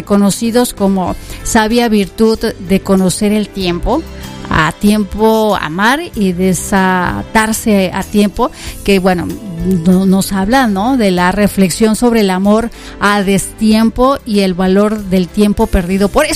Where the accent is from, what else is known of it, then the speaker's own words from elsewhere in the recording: Tamaulipas, Mexico; nos menciona cómo está el calorcito por mi tierra, por el estado de Tamaulipas